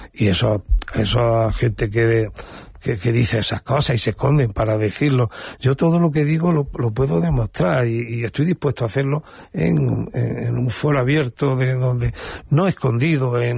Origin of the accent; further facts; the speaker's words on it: Linares, Andalusia, Spain; ahí está mi pueblo, ahí está Linares